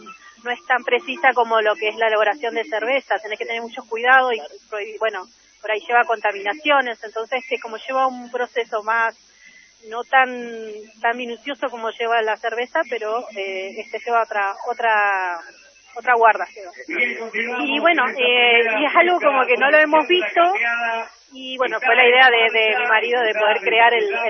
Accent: Pomona, Río Negro, Argentina; nosotros somos de Pomona, en la parte de la chacra, utilizamos hierbas y raíces, cortezas, todo de la zona

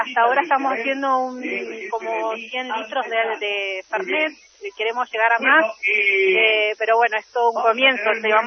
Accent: Pomona, Río Negro, Argentina; nosotros somos de Pomona, en la parte de la chacra, utilizamos hierbas y raíces, cortezas, todo de la zona

